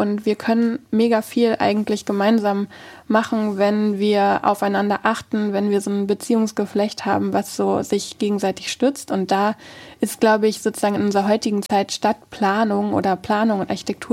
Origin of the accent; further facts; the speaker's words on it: Hamburg, Germany; Ich bin so halb, vielleicht bin ich schon da an Hamburg aufgewachsen und so teilweise in Wilhelmsburg.